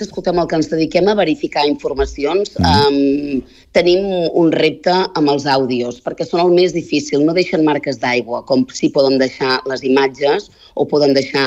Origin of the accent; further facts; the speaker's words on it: Catalonia, Spain; Jo, com a empordanesa que sóc, ho dic malament.